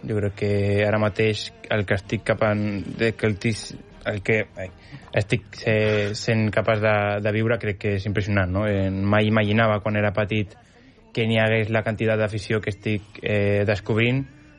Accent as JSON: {"language": "Catalan", "region": "Catalonia", "country": "Spain", "said": "Jo sempre, com saben, no?, que soc català, perquè la veu s'escolta"}